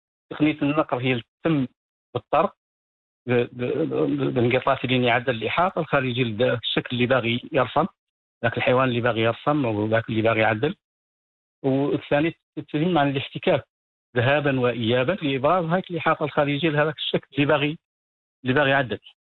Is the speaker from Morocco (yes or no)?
yes; Moroccan Sahara, Morocco; عندنا في الصحراء